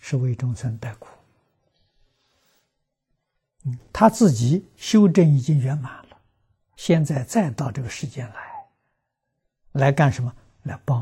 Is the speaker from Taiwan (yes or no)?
no; China; 我们中国人讲有礼